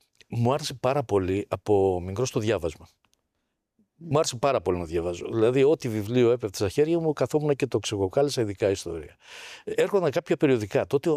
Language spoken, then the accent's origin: Greek; Peloponnese, Greece; Μεγάλωσα στο Μάνερ Αρκαδίας καταρχάς.